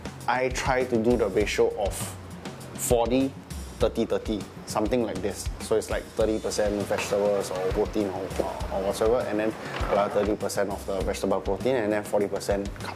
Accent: Singapore; As a Singaporean

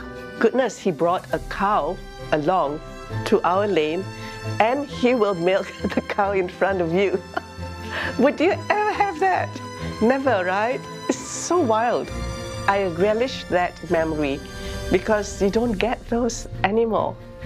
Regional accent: Katong, Singapore; In the 60s, when I was growing up in Katong, we had a whole parade of street vendors, and they came in all forms of transportation.

